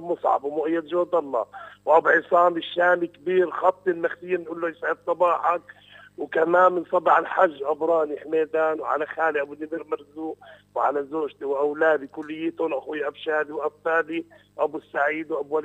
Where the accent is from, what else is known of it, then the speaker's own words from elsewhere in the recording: Nablus, West Bank, Palestine; انا بعشق نابلس ابن نابلس وما ما يعني مستحيل اني اطلع من نابلس